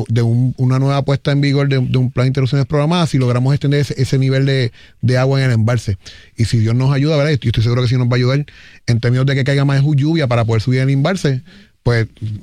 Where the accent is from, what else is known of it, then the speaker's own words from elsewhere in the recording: Yauco, Puerto Rico; now in San Lorenzo, Puerto Rico; Yo soy oriundo de Yauco, vivo en San Lorenzo.